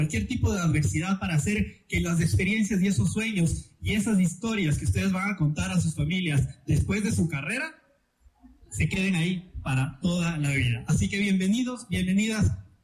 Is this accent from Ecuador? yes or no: yes; Quito, Pichincha, Ecuador; el Pichincha, que lo sentimos con el corazón como quiteños, que nos vemos todos los días